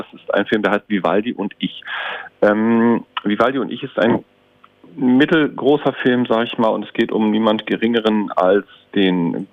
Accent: Northern Germany, Germany; moved away; ich komme ursprünglich aus dem Norden, ich kenne sowas.

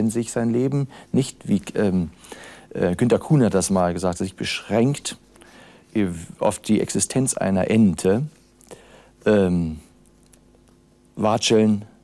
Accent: Germany; Ich bin an der Elbe groß geworden

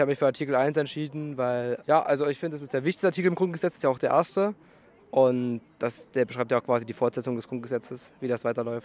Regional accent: Germany; Hier aus Fachau.

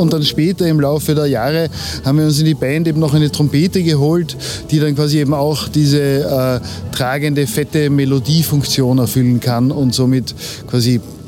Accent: Austria; Und ich bin Österreicher und somit ist es definitiv österreichische Musik.

